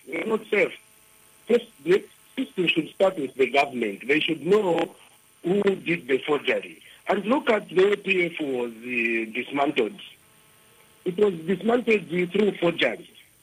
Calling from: Kabwe, Central Province, Zambia; I'm calling you from Cabo.

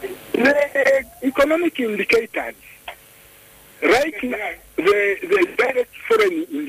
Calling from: Kanyama, Lusaka Province, Zambia; I'm calling you from Kanyama.

